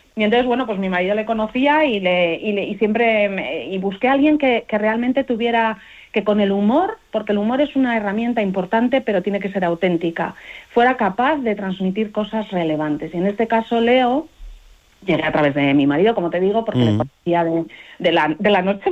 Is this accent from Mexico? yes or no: no; Valladolid, Castile and León, Spain; pero ha vivido y tiene un vínculo con Valladolid, de donde soy yo, es mi tierra de origen, como sabes